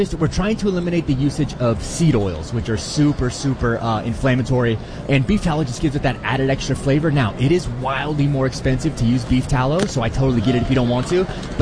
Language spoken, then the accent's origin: English; Las Vegas, Nevada, United States; being born and raised in Vegas